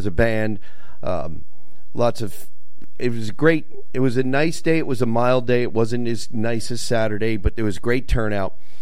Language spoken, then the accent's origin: English; Vermont, United States; I grew up in Vermont, but I'm leaving.